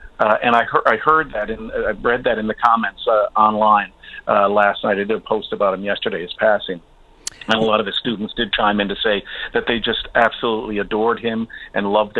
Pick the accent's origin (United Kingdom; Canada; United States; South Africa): Canada; Newfoundland and Labrador; he was from Portugal Cove, St. Phillips, and did work down here, advocacy work down here for the environment as well, in what is my hometown as well.